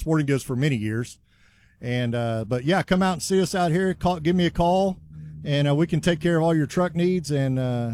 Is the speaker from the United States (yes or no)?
yes; Archer City, Texas, United States; I'm actually from Archer City, but I grew up in the area